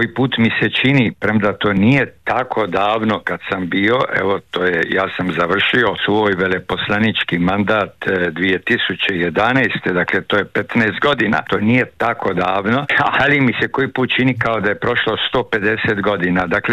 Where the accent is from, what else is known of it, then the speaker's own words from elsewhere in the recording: Croatia; now in Split, Croatia; sad ne govorim mi kao Hrvati ili ovdje sad u Splitu